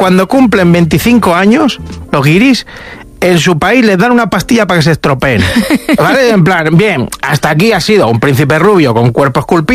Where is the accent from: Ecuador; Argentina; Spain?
Spain; Galicia; Valdruegas también, en alguna zona, en la zona de Ourense también. Pero es que soy gallego yo.